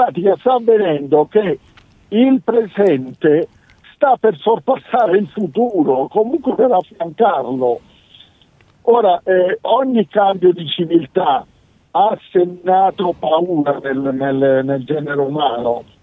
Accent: Southern Italy, Italy; Non dimenticare che sono Terrone

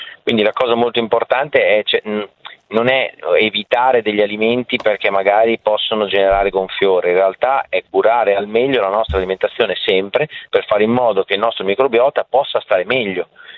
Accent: Faenza, Emilia-Romagna, Italy; io sono di Faenza

